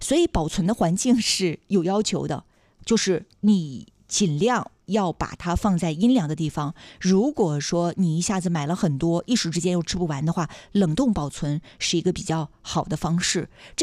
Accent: Northeast China, China; 咱们东北人

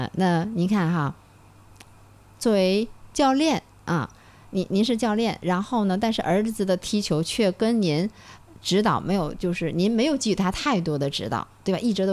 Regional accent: China; 我们中国人有的时候会把一些情感会隐藏起来的

